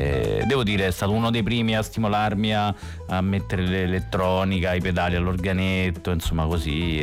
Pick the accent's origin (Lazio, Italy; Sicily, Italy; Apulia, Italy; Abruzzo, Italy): Lazio, Italy; Coreno Ausonio; io suonavo l'organetto nel mio paese e poi ho sentato i primi dischi. Il mio paese si chiama Corena Ausonio, in provincia di Frosinone, basso, sì, Lazio